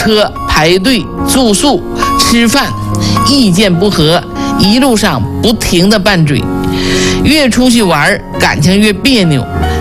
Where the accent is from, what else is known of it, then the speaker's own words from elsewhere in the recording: Jinzhou, Liaoning, China; 我们锦州是笔架山，